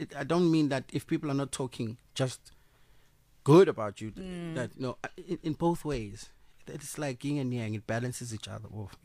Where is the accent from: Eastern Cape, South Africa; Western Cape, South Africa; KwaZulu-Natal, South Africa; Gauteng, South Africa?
Western Cape, South Africa; Cape Town; Skomline is basically a nickname for my hometown.